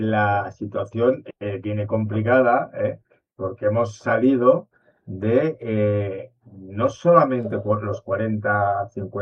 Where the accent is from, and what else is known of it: Madrid, Community of Madrid, Spain